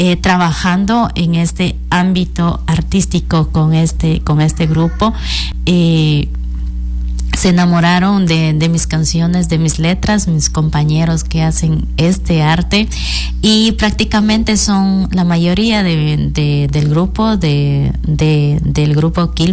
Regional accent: Archidona, Napo, Ecuador; moved away as an adult; now in Macas, Ecuador; en mi tierra, allá en Archidona, en Napo

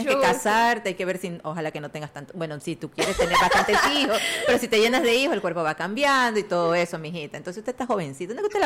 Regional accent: Ecuador; como compatriotas, como ecuatoriano

